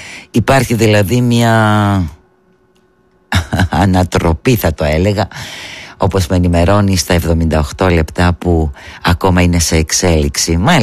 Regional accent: Grevena, Western Macedonia, Greece; moved away; also born or lived in Kozani; στην πατρίδα μου την ιδιαίτερη, στα Γρεβενά, αλλά και κρατάω και από Κοζάνη

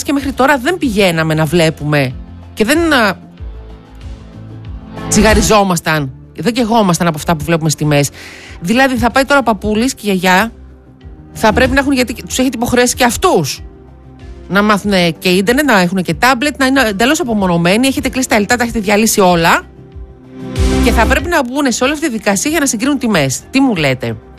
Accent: Thessaloniki, Central Macedonia, Greece; Καλημέρα στον Απόστολο από Θεσσαλονίκη, εδώ πέρα από την πόλη μου.

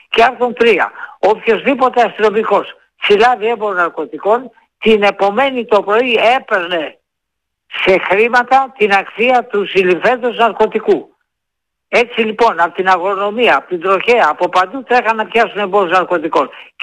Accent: Greece

